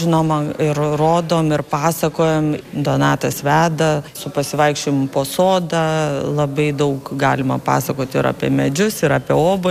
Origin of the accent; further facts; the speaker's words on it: Kaunas, Kaunas County, Lithuania; esam romantikai, nes esam iš Kauno.